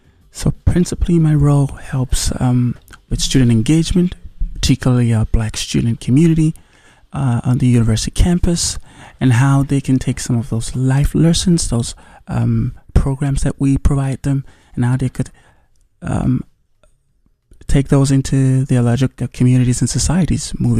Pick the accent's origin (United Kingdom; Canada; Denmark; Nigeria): Nigeria; moved away as an adult; also born or lived in Pennsylvania / Arizona; now in United States; Born and raised in Nigeria, I had my undergrad in international relations at Caleb University, Lagos, Nigeria. Then I moved to the States for my graduate studies in public administration